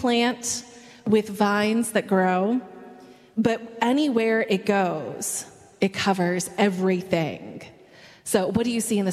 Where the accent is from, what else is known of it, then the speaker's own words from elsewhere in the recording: Southern Appalachians, United States; moved away; I am from the Southern Appalachians, so the Smoky Mountains or the Blue Ridge Mountains